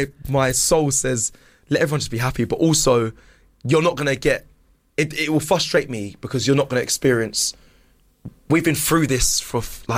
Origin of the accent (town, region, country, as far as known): London, United Kingdom; born there; now in Surrey, United Kingdom